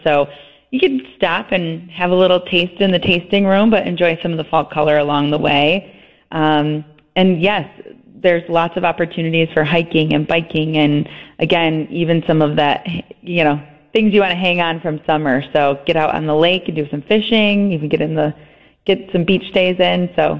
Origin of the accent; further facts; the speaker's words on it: Michigan, United States; I'm born and raised in Michigan, so I knew exactly what you're talking about